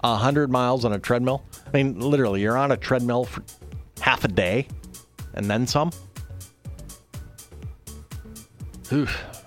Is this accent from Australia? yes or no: no; California, United States; as a kid growing up in California